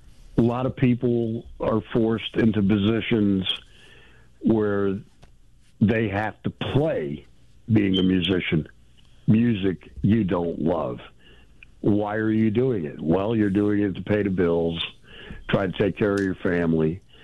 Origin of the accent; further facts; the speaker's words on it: New York, United States; Back in the days when I grew up in New York